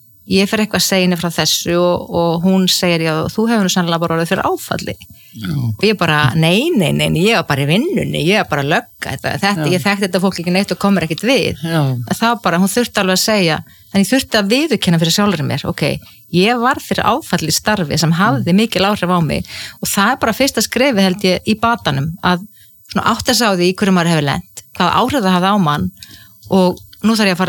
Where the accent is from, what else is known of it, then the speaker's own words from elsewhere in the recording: Ísafjörður, Westfjords, Iceland; ég óttaðist sjóin sem kannski líka tengist því að ég alveg upp á Ísafirði þar sem voru tíu sjóslis